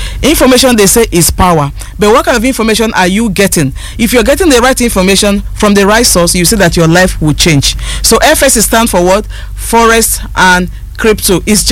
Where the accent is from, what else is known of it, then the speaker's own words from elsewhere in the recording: Rivers, Nigeria; Well, I'm actually from River State, but married to a Delta man.